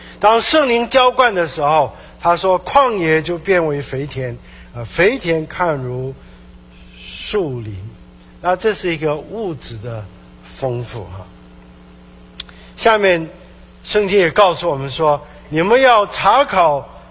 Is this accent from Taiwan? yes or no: no; China; 我们中国人说十年树木，百年树人。